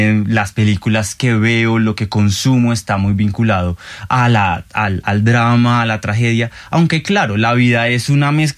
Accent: Colombia; como sociedad colombiana tenemos un deseo por migrar

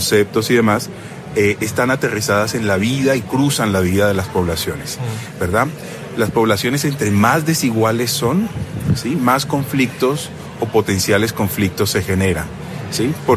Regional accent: Barranquilla, Atlántico, Colombia; born there; Yo soy egresado del Colegio San José de Barranquilla y egresado de Filosofía de la Javeriana.

